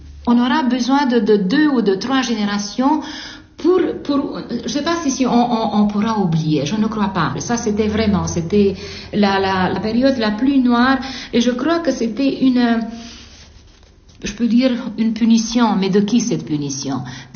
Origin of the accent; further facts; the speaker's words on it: Romania; moved away as an adult; l'éducation que j'ai eue en Roumanie